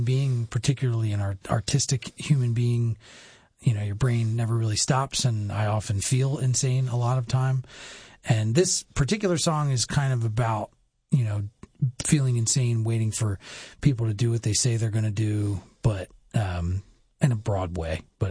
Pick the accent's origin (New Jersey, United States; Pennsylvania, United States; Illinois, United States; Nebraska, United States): Pennsylvania, United States; Unionville; also born or lived in California; Not a lot of my Unionville friends talk like us, but I lost most of my accent when I was out west for a third of my life.